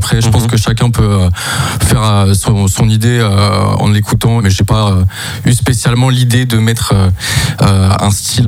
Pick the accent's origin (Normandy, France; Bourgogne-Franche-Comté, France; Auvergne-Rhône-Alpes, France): Auvergne-Rhône-Alpes, France; Lyon; moi, je suis lyonnais aussi avant tout.